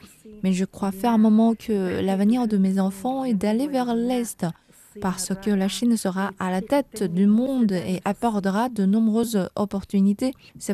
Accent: Syria; now in China; je suis professeure en langue arabe de l'Université des langues étrangères du Sichuan. Je viens de Syrie.

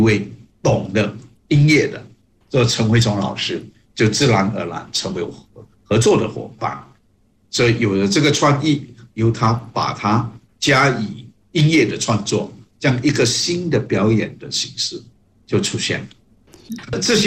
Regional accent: Chaozhou, Guangdong, China; 我从小的时候，因为我是潮州人嘛，我母亲在我们小的时候到中秋节，她都会特别准备贡品拜月娘。

